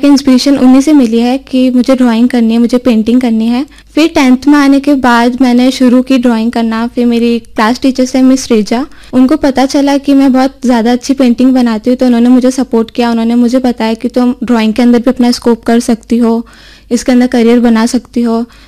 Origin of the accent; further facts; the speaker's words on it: Mount Abu, Rajasthan, India; moved away as an adult; now in Udaipur, India; मैं मोहनलाल सुखाड़िया से visual department की स्टूडेंट हूँ। मैं माउंट आबू की रहने वाली हूँ, मैंने स्कूलिंग भी केंद्रीय विद्यालय माउंट आबू से करा है।